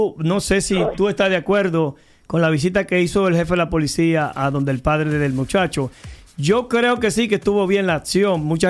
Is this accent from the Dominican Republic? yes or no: yes; Dominican Republic